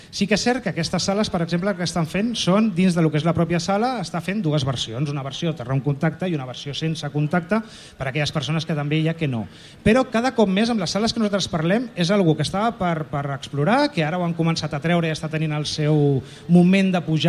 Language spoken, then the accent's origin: Catalan; Catalonia, Spain; Som de Palau de tota la vida